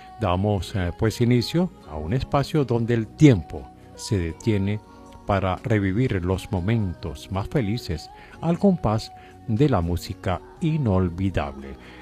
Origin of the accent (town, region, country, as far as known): Venezuela